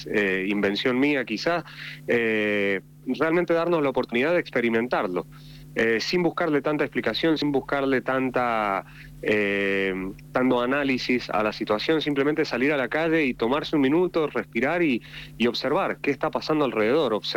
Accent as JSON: {"language": "Spanish", "country": "Argentina"}